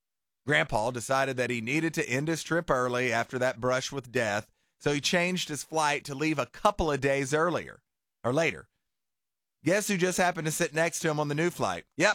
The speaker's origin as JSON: {"language": "English", "region": "Nova Scotia", "country": "Canada", "said": "I was from Nova Scotia, which is on the opposite side of the country from Alberta."}